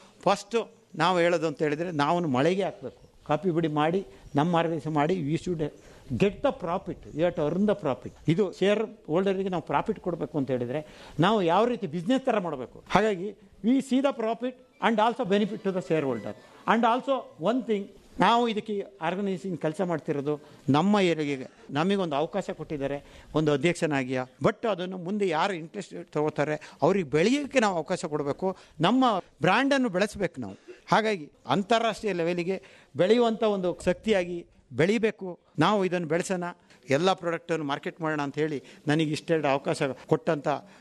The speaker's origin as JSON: {"language": "Kannada", "town": "Sakleshpur", "region": "Karnataka", "country": "India", "said": "ನಮ್ಮ ಮಲೆನಾಡು ಭಾಗದಲ್ಲಿ ಅದು ಈ ಸಕಲೇಶ್ಪುರ ಭಾಗದಲ್ಲಿ"}